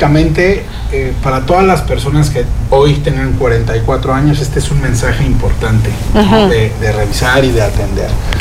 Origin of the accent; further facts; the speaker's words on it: Mexico; nuestra expectativa de vida hoy como mexicanos anda alrededor de los 80 años.